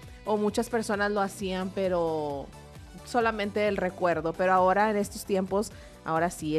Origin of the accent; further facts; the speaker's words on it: San Luis Potosí, Mexico; Uy, de mi tierra.